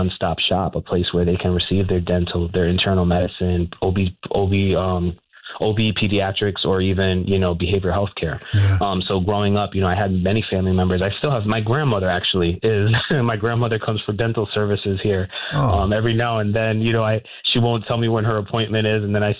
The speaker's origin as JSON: {"language": "English", "town": "Bridgeport", "region": "Connecticut", "country": "United States", "tie": "born there", "also_born_or_lived": "Stratford, Connecticut", "said": "You know, I started out growing up in Bridgeport, and then we moved to Stratford, but Bridgeport was always home because that's where the rest of my family was"}